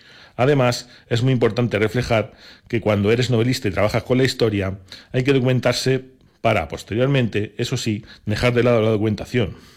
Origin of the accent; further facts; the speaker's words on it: Zamora, Castile and León, Spain; moved away as an adult; now in Salamanca, Spain; devolverle a esta ciudad enigmática todo lo que me ha dado desde que llegué desde Zamora a estudiar allí en el año 79.